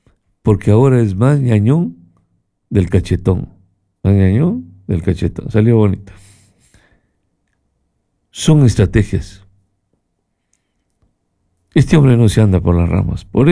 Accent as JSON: {"language": "Spanish", "country": "Ecuador", "said": "Nosotros los ecuatorianos"}